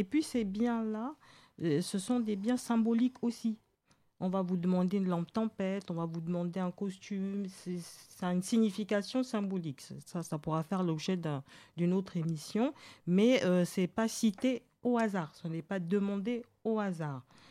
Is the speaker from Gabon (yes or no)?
yes; Gabon; je suis originaire du Gabon